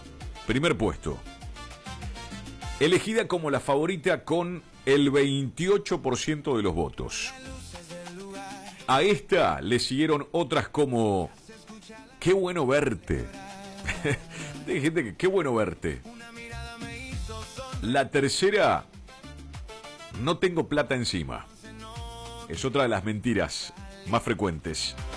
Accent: Argentina; Somos mentirosos los argentinos y las argentinas, todos.

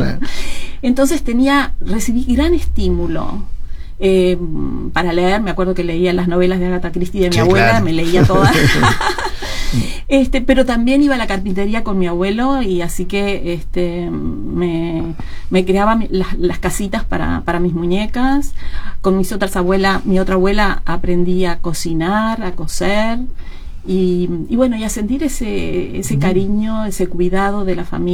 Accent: Maldonado, Uruguay; born there; also born or lived in Piriápolis, Uruguay; Después mi familia se trasladó a Maldonado y fui a la escuela número 2 y luego hice secundaria en las Hermanas Capuchinas, el Liceo de las Hermanas Capuchinas.

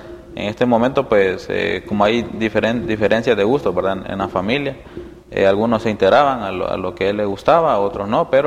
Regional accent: Siguatepeque, Comayagua, Honduras; Sí, sí, nacimos acá en Siguatepeque, nos criamos ahí por el barrio El Carmen, aquí en opuesta a Clínica El Carmen, con mis padres

